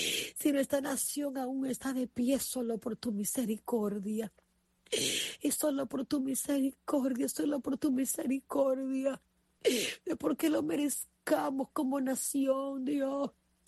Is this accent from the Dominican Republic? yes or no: yes; Dominican Republic; mi tierra. Sana nuestra tierra, Señor. Sana nuestra nación, República Dominicana